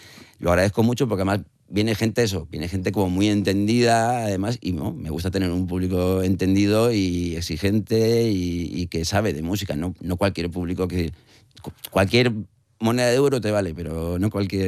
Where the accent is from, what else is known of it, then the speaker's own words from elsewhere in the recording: Valladolid, Castile and León, Spain; moved away as an adult; also born or lived in Madrid / Málaga; now in Asturias, Spain; cuando vine de Valladolid a Madrid con 20 y tantos años